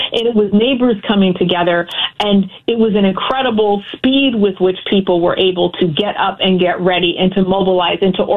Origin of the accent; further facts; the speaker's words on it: Minneapolis–Saint Paul, Minnesota, United States; You know, the other reality of growing up in the Twin Cities in that time was that, you know, especially in, you know, both St. Paul and Minneapolis have their own culture